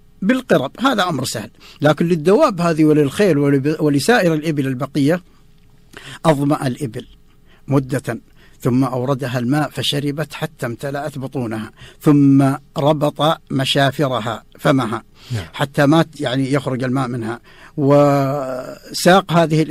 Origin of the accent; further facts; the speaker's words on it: Saudi Arabia; بلادنا المملكة العربية السعودية